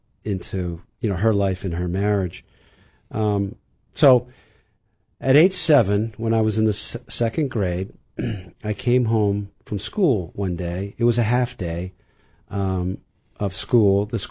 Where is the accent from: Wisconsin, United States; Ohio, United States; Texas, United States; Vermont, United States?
Vermont, United States; Burlington; I grew up in Burlington, Vermont.